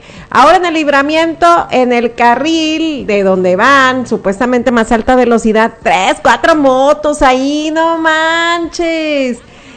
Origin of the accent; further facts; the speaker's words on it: Nayarit, Mexico; soy mexicana. Aunque me vean ahí que a veces con mis rasgos europeos. No es cierto, nada que ver, 100% Cora, aquí estoy de corazón, Nayarita.